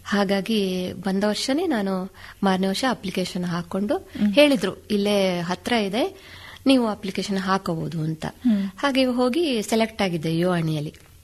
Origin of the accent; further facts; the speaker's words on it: Kukke Subramanya, Karnataka, India; ಅಲ್ಲ, ನಾನು ಕುಕ್ಕೆ ಸುಬ್ರಹ್ಮಣ್ಯದವಳು.